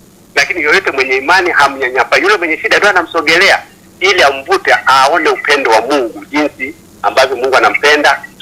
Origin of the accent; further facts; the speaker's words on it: Dodoma, Tanzania; ninatoka mkoa wa Dodoma.